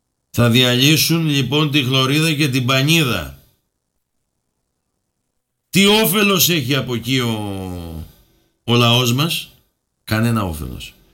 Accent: Greece; ως Έλληνας πολίτης

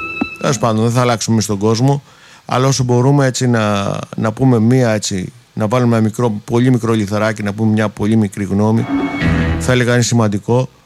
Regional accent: Greece; Είμαστε Έλληνες, αργαμότο, είμαστε Έλληνες.

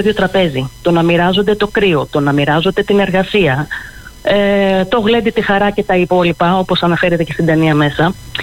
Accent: Greece; Στα μέρη μας, όταν λέω μέρη μας εννοώ Απολωνίων γενικότερα

